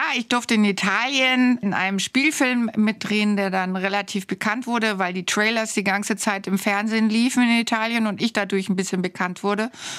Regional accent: Munich, Bavaria, Germany; born there; also born or lived in Hamburg; Ja, da wurde ich geboren und durfte dann noch 3 Jahre leben in einem ausgebauten Ziegenstall, wo meine Eltern gelebt haben, wo mein Vater sich sogar noch ducken musste, weil die Decke so tief runterhing. Und dann sind wir nach München ausgewandert.

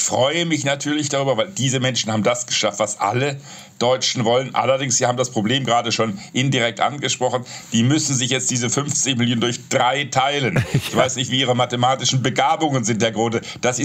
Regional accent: Baden-Württemberg, Germany; Ich neige eher dazu, als Schwabe, es niemandem zu sagen, das Geld aufs Sparbuch zu bringen

